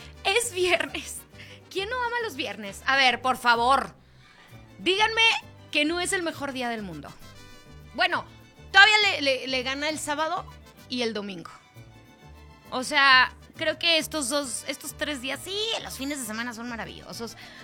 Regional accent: Mexico; nosotras como mexicanas

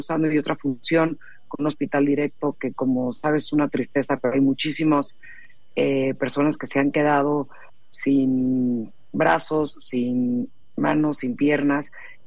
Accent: Mexico; sobre todo como mexicanos

